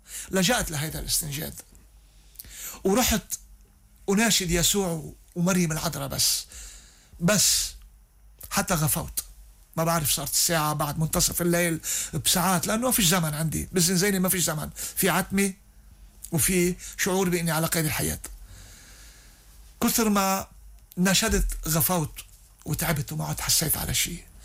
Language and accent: Arabic; Lebanon; أنا لبناني قبل مني مسلم، وأنا عندي لبنان قبل مكي